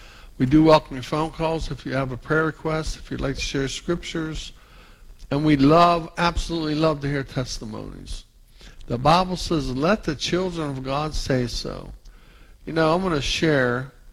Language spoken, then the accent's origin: English; United States; I'm from the Pittsburgh area in West Virginia.